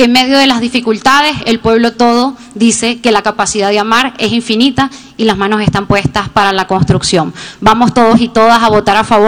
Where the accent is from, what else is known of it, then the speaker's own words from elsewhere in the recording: Venezuela; Hoy como pueblo venezolano acompañemos más que nunca a quienes más lo necesitan.